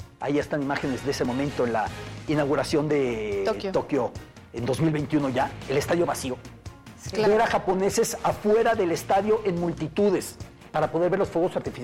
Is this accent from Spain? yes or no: no; Mexico; Pero cuando empecé a decirles, soy mexicano, empecé a decirles en ruso.